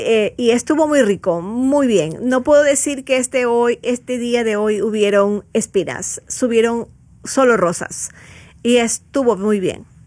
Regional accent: Ecuador; Pero de donde yo vengo es Sudamérica, Ecuador

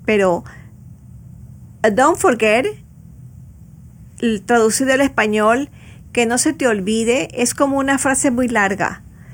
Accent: Ecuador; de donde yo vengo, en Ecuador o en Sudamérica

